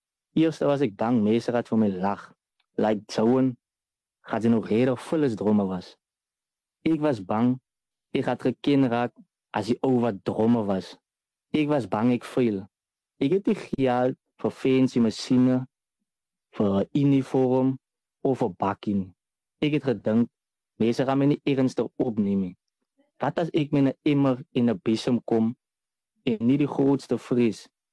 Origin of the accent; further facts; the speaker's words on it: Lamberts Bay, Western Cape, South Africa; ek is oorspronkelijk van Lammersbaai en een ding van my wat nou uitstaan is, ek is 'n jong man